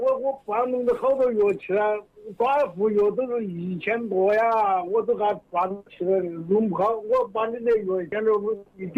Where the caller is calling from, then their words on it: Jingmen, Hubei, China; 我金门城关的。